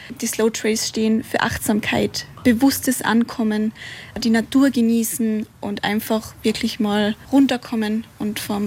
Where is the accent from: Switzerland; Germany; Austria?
Austria; Carinthia; Ich bin aus See